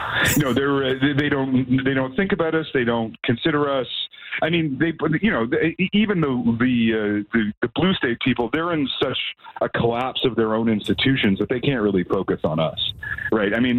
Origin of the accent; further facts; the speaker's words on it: Edmonton, Alberta, Canada; moved away; I'm from Edmonton, right? I remember the winters